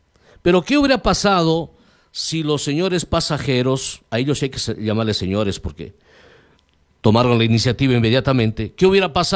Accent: Macas, Morona Santiago, Ecuador; los que somos de Macas

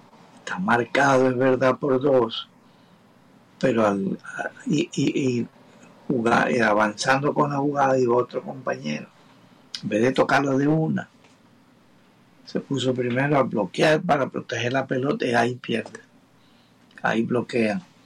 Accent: Ecuador; así lo queremos como ecuatorianos

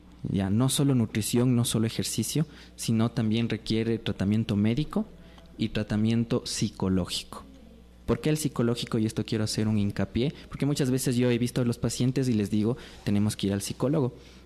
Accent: Ecuador; nosotros como cultura ecuatoriana

